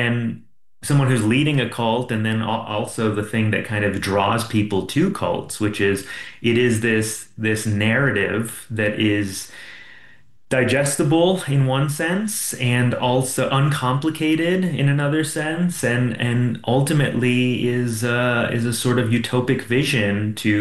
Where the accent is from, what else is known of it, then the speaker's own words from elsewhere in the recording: Phoenix, Arizona, United States; now in Reno, United States; growing up in Phoenix